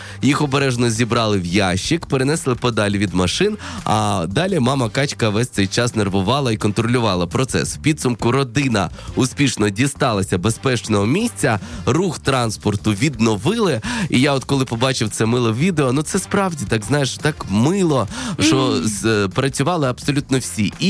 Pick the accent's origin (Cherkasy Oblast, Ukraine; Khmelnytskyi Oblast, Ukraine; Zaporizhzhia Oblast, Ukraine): Zaporizhzhia Oblast, Ukraine; Zaporizhzhia; в Запоріжжі, в моєму рідному місті